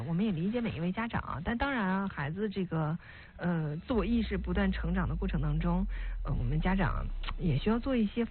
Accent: China; 其实我们中国人有句古话叫吃一堑长一智

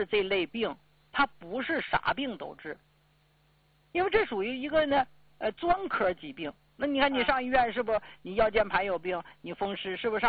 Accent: Northeast China, China; 因为咱们家乡啊，你说地处东北

